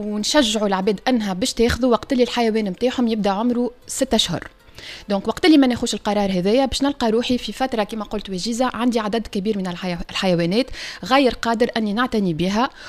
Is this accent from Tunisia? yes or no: yes; Tunisia; عندنا في تونس